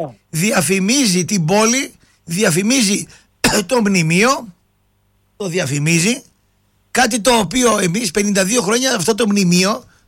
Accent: Toumba, Central Macedonia, Greece; Είμαι από την Τούμπα, χωριό είναι η Τούμπα.

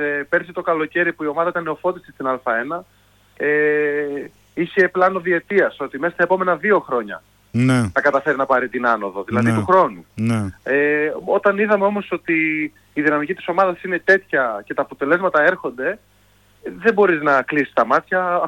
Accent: Kavala, Eastern Macedonia and Thrace, Greece; moved away as an adult; εγώ είμαι ένα παιδί από την Καβάλα και το 2022... πήρα αυτό το ρίσκο να φύγω από την Καβάλα, να έρθω σε μια μεγαλύτερη πόλη χωρίς να γνωρίζω τίποτα και κανέναν

